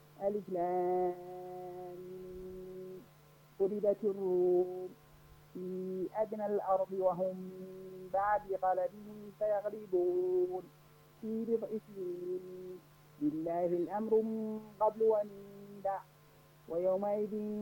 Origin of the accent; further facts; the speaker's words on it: Sanaa, Amanat Al Asimah, Yemen; born there; مواليد صنعاء بس أصلي من تايز